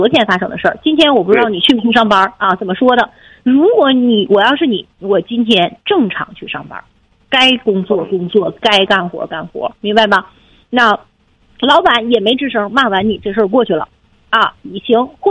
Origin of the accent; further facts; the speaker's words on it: Northeast China, China; accent: Northeastern Mandarin; 我们东北话叫没有给你克扣工资